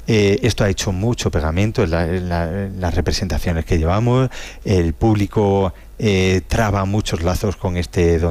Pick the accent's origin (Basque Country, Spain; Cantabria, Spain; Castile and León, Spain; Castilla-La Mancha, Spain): Castilla-La Mancha, Spain; Ciudad Real province; moved away; al entrar en la provincia de Ciudad Real, yo soy de aquí, mis padres eran de Puerto Llano, es decir, le he dicho a mi mujer, digo, mira, esas son mis montañas, mi sitio, y es como llegar a casa.